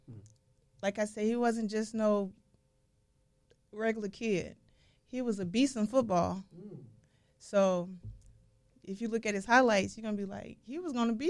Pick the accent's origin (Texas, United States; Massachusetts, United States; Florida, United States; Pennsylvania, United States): Florida, United States; Apopka; Apopka, Florida.